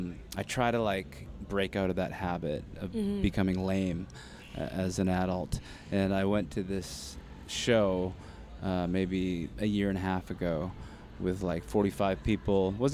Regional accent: Vancouver, British Columbia, Canada; Yeah, we're all from Vancouver.

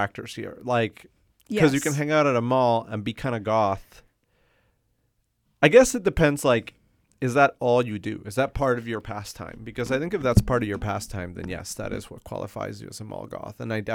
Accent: Mexico; moved away; I grew up in Mexico

